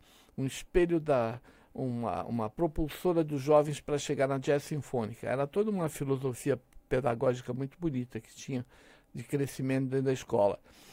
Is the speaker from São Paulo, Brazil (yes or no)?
yes; Santos, São Paulo, Brazil; born there; Eu nasci em Santos